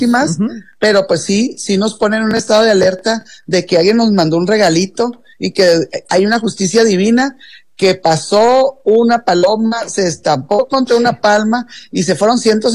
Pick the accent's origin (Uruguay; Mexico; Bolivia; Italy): Mexico; Sinaloa; queremos que las cosas sean correctas para sacar lo, uh-huh, que somos nosotros sinaloenses, seguir siendo los graneros de Sinaloa